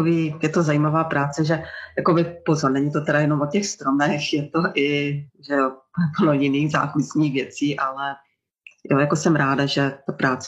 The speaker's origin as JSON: {"language": "Czech", "region": "Prague", "country": "Czechia", "tie": "born or raised there", "moved": "yes", "said": "rodilý Pražák se odstal na vesnici a stal se kolejákem."}